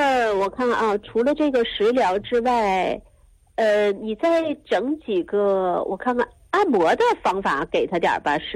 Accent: Jilin, China; moved away; 我们老家因为是长白山脉嘛，属于国家的自然保护区

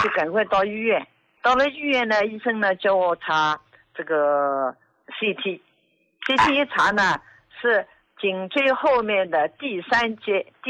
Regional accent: Jiangsu, China; 我今年73岁，我是江苏的。

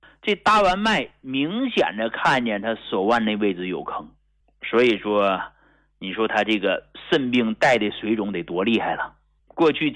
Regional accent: Hegang, Heilongjiang, China; born there; 我出生在黑龙江鹤岗工农区一户农家

